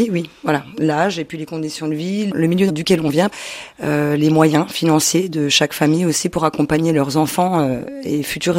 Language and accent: French; Vesoul, Bourgogne-Franche-Comté, France; moved away; Je viens de Franche-Comté, plus exactement de la Haute-Saône. Je suis née à Vesoul.